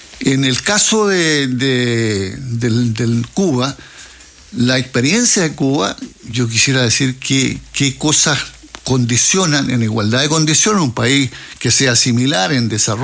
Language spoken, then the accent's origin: Spanish; Chile; Yo soy chileno por lo demás, ¿no?